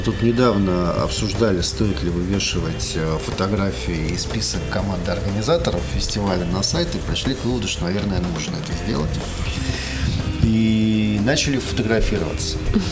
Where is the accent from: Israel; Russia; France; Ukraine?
Russia; Moscow; now in Saint Petersburg, Russia; я москвич, живу в Петербурге уже 15 лет.